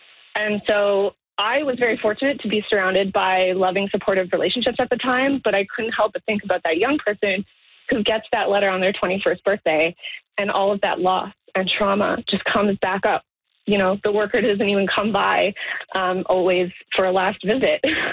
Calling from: Toronto, Ontario, Canada

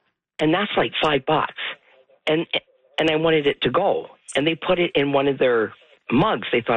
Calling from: Edmonton, Alberta, Canada; Edmonton.

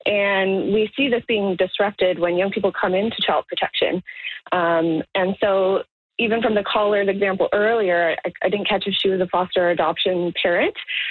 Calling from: Toronto, Ontario, Canada; I'm calling in from Toronto on behalf of Never Too Late, which is an organization I work at.

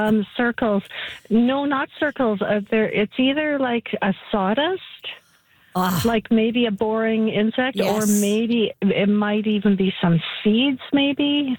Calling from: Alberta, Canada; We're right by Mournville.

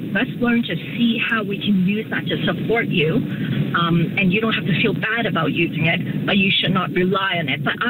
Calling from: Ontario, Canada; I'm calling from the York region, there's nothing.

